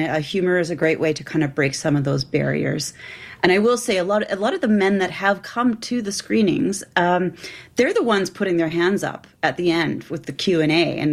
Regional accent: Canada; I'm a Canadian filmmaker.

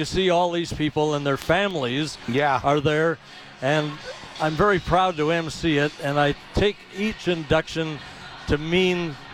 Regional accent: Toronto, Ontario, Canada; So as a kid growing up in Toronto

